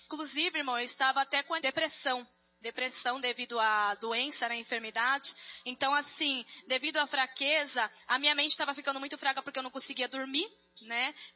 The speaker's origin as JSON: {"language": "Portuguese", "town": "Osasco", "region": "São Paulo", "country": "Brazil"}